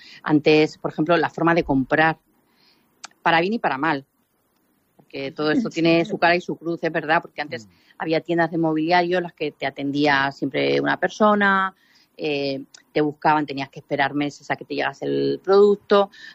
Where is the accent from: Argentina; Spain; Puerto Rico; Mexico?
Spain; Ciudad Real, Castilla-La Mancha; also born or lived in Moral de Calatrava; now in Madrid, Spain; He de decirte que yo nací en Madrid, solamente nací aquí. Viví en Moral de Calatrava hasta los 8 años y luego ya viví en Ciudad Real